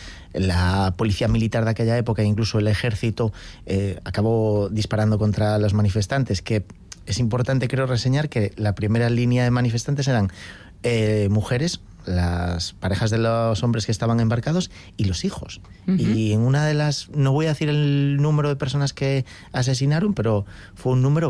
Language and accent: Spanish; Galicia, Spain; moved away; soy un gallego raro